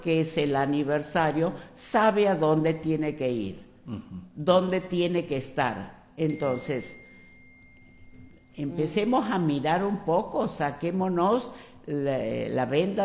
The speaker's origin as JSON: {"language": "Spanish", "region": "Santiago del Estero", "country": "Argentina", "said": "digo nosotros como judía, porque yo me siento muy argentina, soy muy santiagueña."}